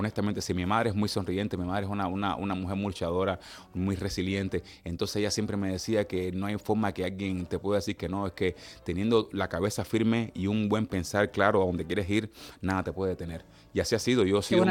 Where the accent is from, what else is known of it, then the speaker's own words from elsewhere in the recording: Cuba; yo soy un hombre cubano, negro cubano, que tuvo la oportunidad de estudiar la música clásica europea en el conservatorio, para al mismo tiempo criarme con mi madre y mis padres bailando, tocando la rumba cubana, el son cubano.